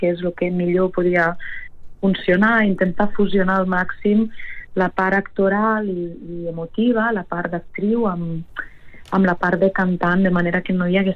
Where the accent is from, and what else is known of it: Darmós, Catalonia, Spain; born or raised there; moved away